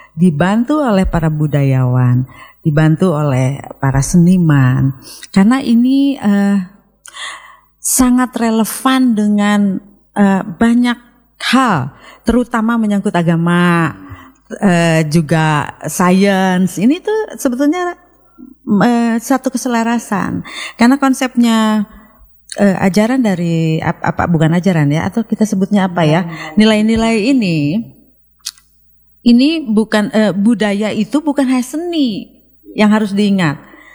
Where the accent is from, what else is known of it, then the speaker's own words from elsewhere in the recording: West Java, Indonesia; Ya, karena kami dari Sunda ya, tentu saja ini dimulai dari Jawa Barat atau Sunda ya.